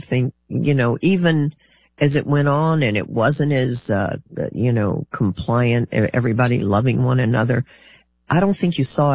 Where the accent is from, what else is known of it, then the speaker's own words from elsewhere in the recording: Texas, United States; I'm from Texas.